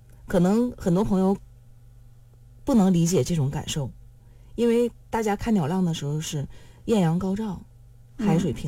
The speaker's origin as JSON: {"language": "Chinese", "town": "Yingkou", "region": "Liaoning", "country": "China"}